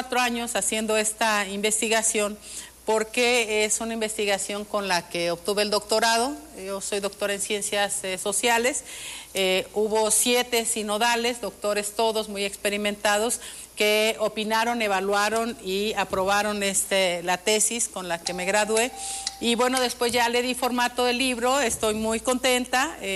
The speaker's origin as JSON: {"language": "Spanish", "region": "Michoacán", "country": "Mexico", "said": "este es un libro que le dedico a las mujeres de mi tierra, a las mujeres de la Tierra Caliente y la Sierra Costa de Michoacán."}